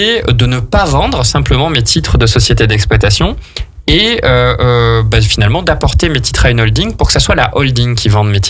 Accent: Grenoble, Auvergne-Rhône-Alpes, France; Et tu sais, Jean, que je suis grenoblois.

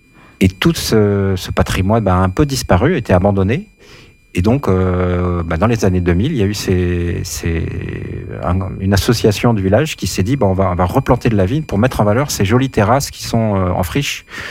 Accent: Saint-Basile, Auvergne-Rhône-Alpes, France; je suis arrivé comme ça à Desagnes, sachant que moi, je suis plutôt originaire du côté de Saint-Basile, un peu plus loin, de l'autre côté de la Mastre

